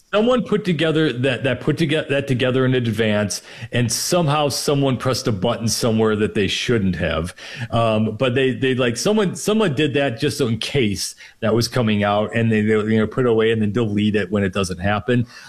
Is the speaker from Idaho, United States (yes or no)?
no; Minnesota, United States; And like, we're from Minnesota, and all my Minnesota Timberwolves friends who are diehards despise LeBron